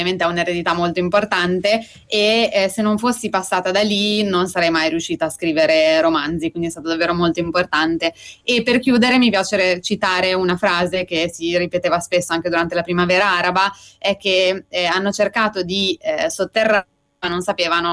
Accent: Morocco; la regione da cui io vengo, io sono nata e cresciuta in Marocco

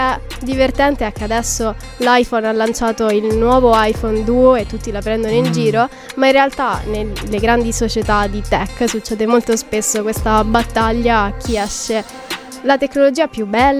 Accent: Rome, Lazio, Italy; sono di Roma

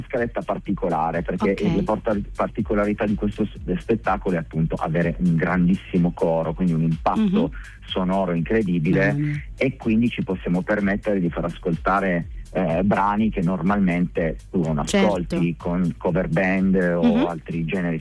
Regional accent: Turin, Piedmont, Italy; la produzione parte da Torino perché siamo torinesi

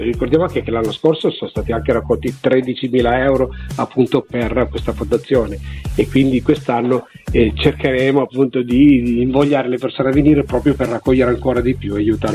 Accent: Turin, Piedmont, Italy; da noi che siamo di Torino

